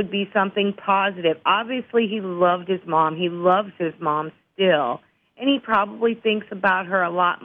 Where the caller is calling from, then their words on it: Fort Wayne, Indiana, United States; I'm from Fort Wayne.